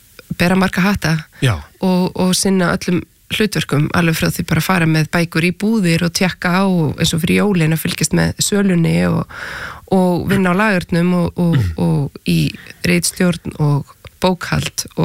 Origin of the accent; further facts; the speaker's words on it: Reykjavik, Capital Region, Iceland; also born or lived in Spain / Copenhagen, Denmark; Já, ég er borgabarn, ég er bara ólst upp í Vesturbænum.